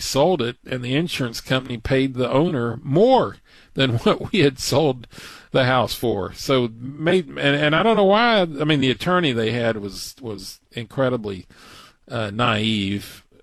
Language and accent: English; Texas, United States; I'm from Texas, so I can say it that way.